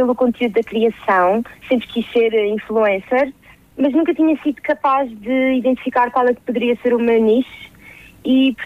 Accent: Madeira, Portugal; moved away as an adult; now in France; tenho 26 anos, venho da Madeira.

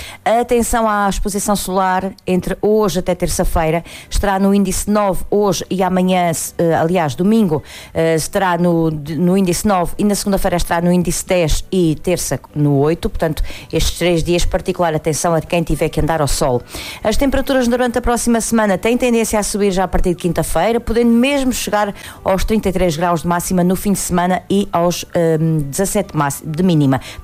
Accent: Monte Redondo, Portugal; born there; vou até à minha aldeia, Monte Redondo

